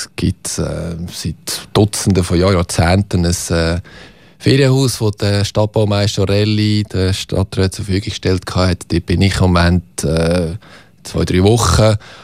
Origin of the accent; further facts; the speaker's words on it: Lucerne, Switzerland; now in Zurich, Switzerland; In der Innerschweiz, in Luzern, in Aglo.